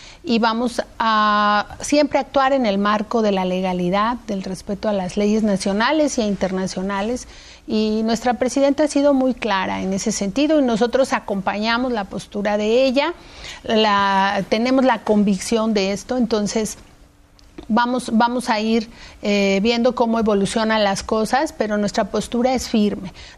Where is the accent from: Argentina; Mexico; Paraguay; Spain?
Mexico; el mexicano en general, pues somos patriotas, queremos a nuestra bandera y lo que eso significa.